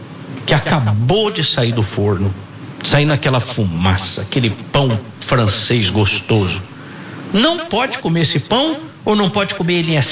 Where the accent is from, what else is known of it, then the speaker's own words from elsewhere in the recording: São Sebastião do Paraíso, Minas Gerais, Brazil; born there; eu nasci em São Sebastião do Paraíso